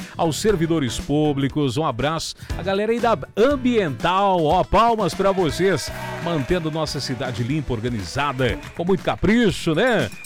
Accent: Chapecó, Santa Catarina, Brazil; also born or lived in Xaxim, Brazil; now in Xanxerê, Brazil; eu nasci em Xaxim, me criei em Chapecó e hoje eu moro aqui em Xanxerê, viu só? sou do povo aqui pertinho, né? Sou do povoado nosso, da nossa região oeste de Santa Catarina

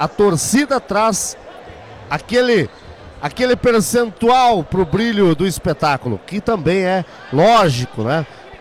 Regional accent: Santo Antônio do Sudoeste, Paraná, Brazil; venho lá da cidade de Santo Antônio do Sudoeste

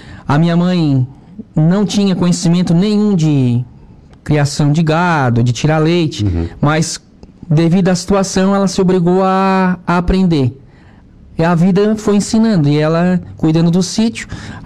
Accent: Araranguá, Santa Catarina, Brazil; born there; also born or lived in Turvo / Ermo; E depois, após isso, a gente veio já para Araranguá.

